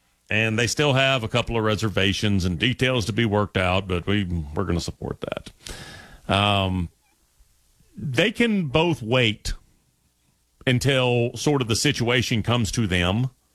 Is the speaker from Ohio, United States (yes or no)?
no; Tampa, Florida, United States; possibly because I'm from Tampa and I got stuff to do.